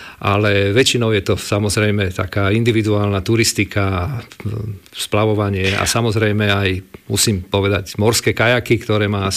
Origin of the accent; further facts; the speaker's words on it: Bratislava, Bratislava Region, Slovakia; also born or lived in Nitra; Áno, tak Nitra je moje rodisko, to samozrejme mám v rodnom liste napísané, aj moja rodina z maminej strany odtiaľ pochádza, ale celý život som prežil vlastne v Bratislave, takže som Bratislavčan, nemôžem povedať rodený, ale mám vzťah v Bratislave ako veľmi silný. No a v Lamači bývam takmer 30 rokov